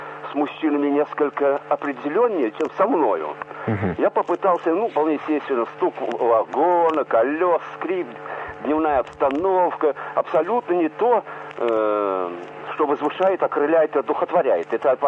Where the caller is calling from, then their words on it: Volgograd, Volgograd Oblast, Russia; Я гость столицы из Сталинграда. Вчера приехал